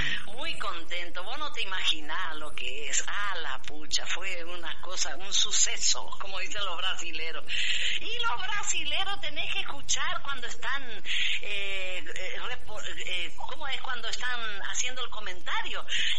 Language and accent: Spanish; Paraguay; now in Misiones, Argentina; compatriotas queridos, porque nosotros estamos diseminados a lo largo y ancho, desde Posada hasta Iguazú, somos diseminados familias paraguayas, muchísimos paraguayos hay. Yo creo que somos como 1 millón de personas somos acá en Misiones